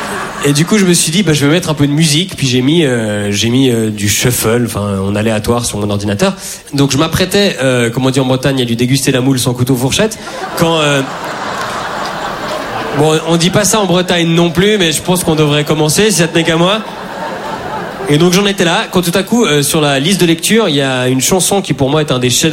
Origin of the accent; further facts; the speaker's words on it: Switzerland; je suis un Suisse empreint de neutralité.